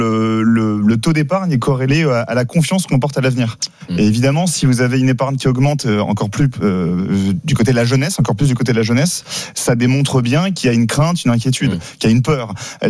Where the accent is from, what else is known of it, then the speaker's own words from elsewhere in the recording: France; nous sommes français